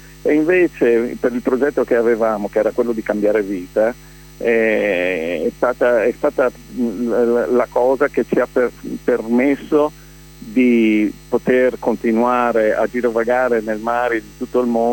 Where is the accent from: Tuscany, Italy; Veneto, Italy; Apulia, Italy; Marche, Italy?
Veneto, Italy; Padua; Noi siamo di Padova e siamo tornati a navigare in questo fantastico Adriatico